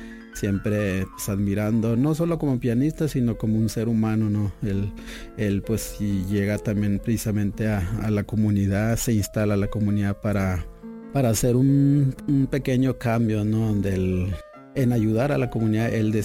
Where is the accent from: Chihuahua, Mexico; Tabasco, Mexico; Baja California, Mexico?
Chihuahua, Mexico; Retosachi; born or raised there